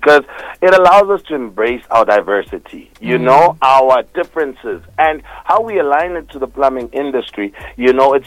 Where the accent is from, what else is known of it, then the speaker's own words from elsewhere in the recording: South Africa; we come from a really sensitive history of South Africa